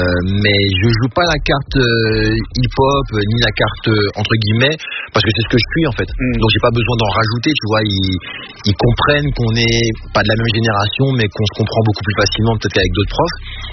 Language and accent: French; Épinay-sur-Seine, Île-de-France, France; Moi, j'ai grandi à Épinay-sur-Seine.